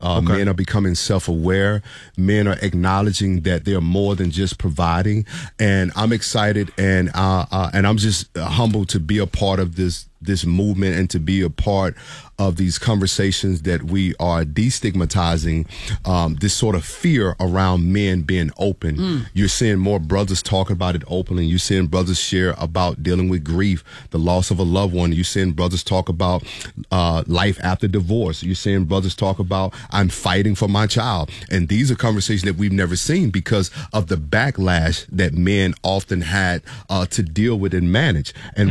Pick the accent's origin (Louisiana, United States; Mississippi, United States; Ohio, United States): Mississippi, United States